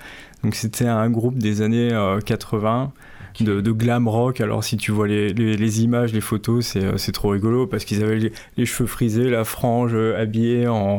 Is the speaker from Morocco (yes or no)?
no; Grand Est, France; Alors moi, je suis originaire de Lorraine, dans le nord-est de la France.